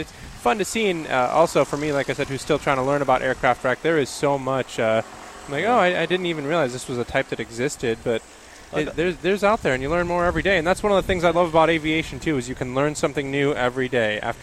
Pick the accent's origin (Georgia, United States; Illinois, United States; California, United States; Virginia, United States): Illinois, United States; Chicago; growing up in the Chicago area